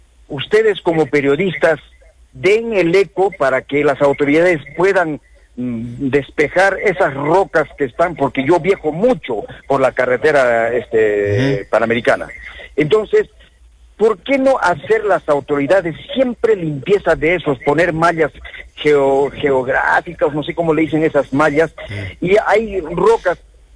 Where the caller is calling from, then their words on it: Peru; Qué decepción, señor, como peruano.